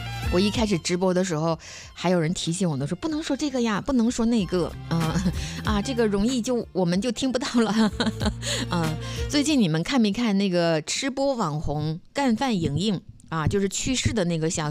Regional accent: Dalian, Liaoning, China; 咱们大连人也叫皮蛋啊

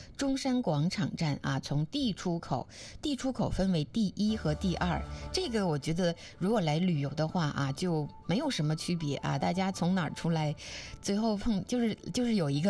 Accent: Dalian, Liaoning, China; 作为大连人

